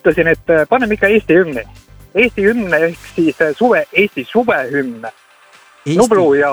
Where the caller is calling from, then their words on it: Finland